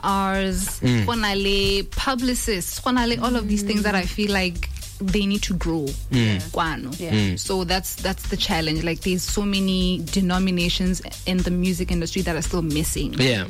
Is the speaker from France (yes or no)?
no; Botswana; I'm from Botswana. I live here.